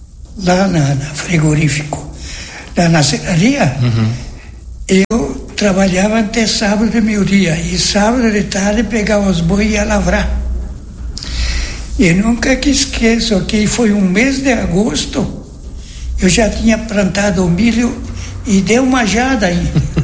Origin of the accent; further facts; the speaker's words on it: Vila Maria, Rio Grande do Sul, Brazil; born there; Eu nasci mesmo lá no Orsato.